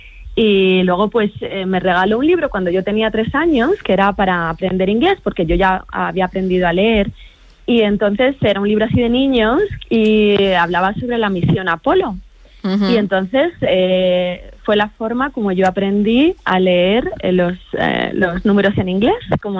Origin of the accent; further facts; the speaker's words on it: Madrid, Community of Madrid, Spain; Lo cierto es que, bueno, yo soy de Madrid